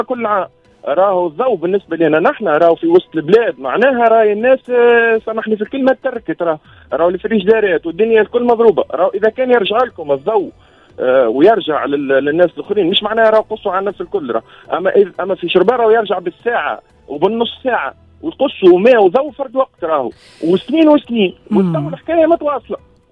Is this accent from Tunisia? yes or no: yes; Chorbane, Mahdia Governorate, Tunisia; born there; في مسقط رأسي راهو عندها سنين ربي تعاني